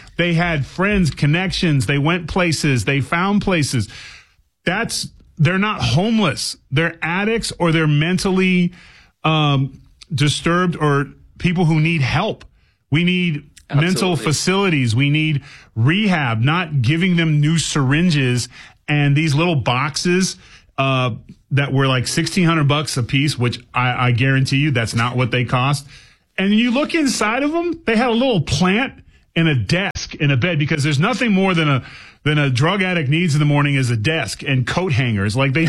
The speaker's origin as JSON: {"language": "English", "region": "California", "country": "United States", "tie": "born or raised there", "said": "I grew up in California. I won't bring my family to California anymore."}